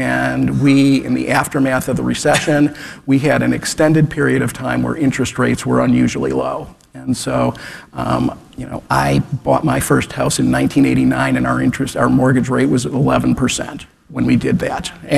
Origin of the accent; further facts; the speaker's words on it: Cleveland Heights, Ohio, United States; now in Columbus, United States; the neighborhood I live in Columbus, which is a lot like the neighborhood I grew up in Cleveland Heights, with old houses from the 1920s and 30s